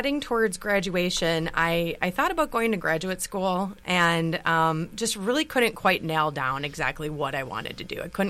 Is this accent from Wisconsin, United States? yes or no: yes; Racine, Wisconsin, United States; Yeah, so I'm actually originally from Racine. Right from this neck of the woods.